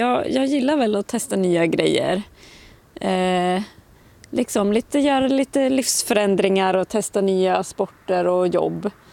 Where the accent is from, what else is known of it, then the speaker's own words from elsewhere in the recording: Ulricehamn, Västra Götaland County, Sweden; moved away; Jag är ju också från södra Sverige och vi hade skidbacke där jag växte upp.